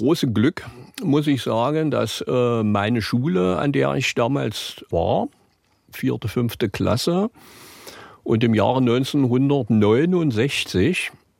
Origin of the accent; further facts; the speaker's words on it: Magdeburg, Saxony-Anhalt, Germany; Magdeburg, wo ich herstamme, auf dem Hof meiner Eltern.